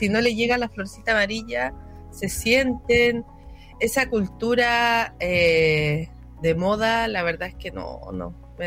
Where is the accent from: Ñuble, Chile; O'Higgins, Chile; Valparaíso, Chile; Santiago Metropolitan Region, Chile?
Valparaíso, Chile; Yo me siento tan chilena, tan porteña, tan de la costa, que yo disfruto de esta agüita helada, gélida, me gusta.